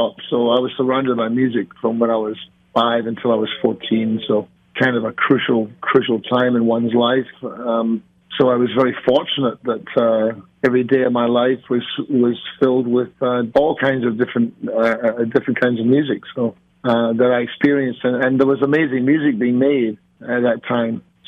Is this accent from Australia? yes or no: yes; Australia; also born or lived in Scotland; Yeah, I was born in Scotland. Then we emigrated to Australia like a lot of people did.